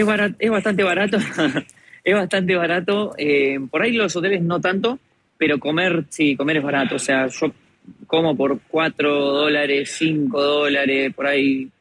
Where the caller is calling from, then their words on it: Argentina; ¿de dónde sos? Le digo, de Argentina